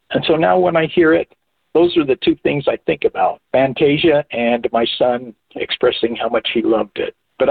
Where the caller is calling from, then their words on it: West Jordan, Utah, United States; from West Jordan, Utah, and my Friday favorite is